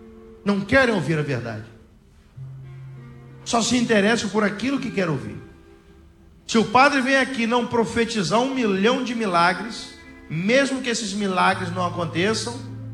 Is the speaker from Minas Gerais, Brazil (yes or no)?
no; Rio de Janeiro, Brazil; moved away; Eu sou do Rio, mas eu sou do interior do Rio. E olha que lá na minha terra muita gente bate pemba.